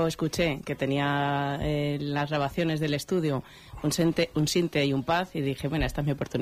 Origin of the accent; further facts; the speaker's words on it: Daganzo de Arriba, Community of Madrid, Spain; casi todos somos de Daganzo o alrededores.